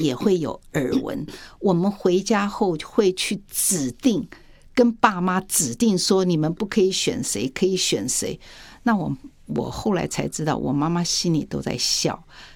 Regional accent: Taiwan; born there; 因为我爸爸是从大陆过来的，所以在乡下地方哦

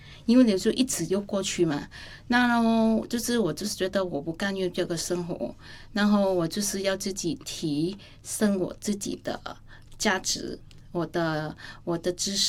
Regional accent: Vietnam; 我说不是、我是从越南来的。

